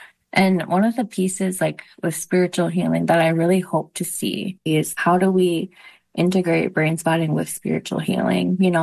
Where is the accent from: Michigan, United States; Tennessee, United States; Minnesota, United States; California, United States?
Minnesota, United States; Red Lake; That's my Ojibwe name. I'm Bear Clan and I'm from Red Lake.